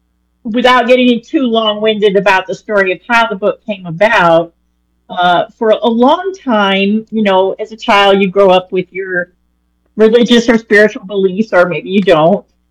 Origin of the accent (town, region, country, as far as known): New Orleans, Louisiana, United States; born or raised there